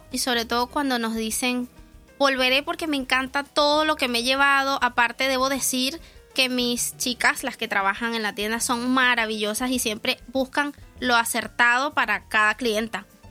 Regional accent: Venezuela; now in Spain

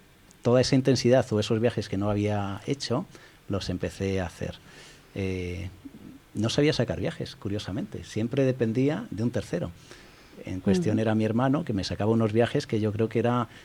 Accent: Madrid, Community of Madrid, Spain; Sí, soy de Madrid.

